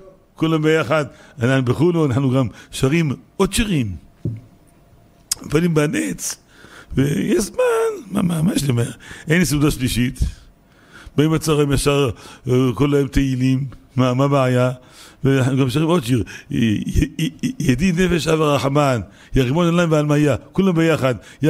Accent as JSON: {"language": "Hebrew", "town": "Holon", "region": "Tel Aviv District", "country": "Israel", "said": "אני מחולון"}